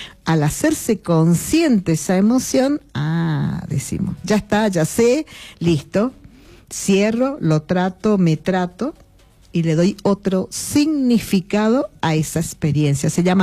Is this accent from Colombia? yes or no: no; Corrientes, Argentina; moved away; yo soy correntina.